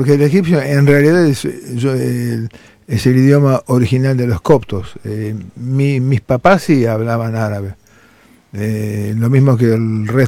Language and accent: Spanish; Buenos Aires, Argentina; born there; first language Armenian; Spanish is a second language; also born or lived in Cairo, Egypt; hablando armenio únicamente en casa, allá en Cairo, estar 6, 7, 8, 9 meses después, hablar hasta por los codos en español como un porteño más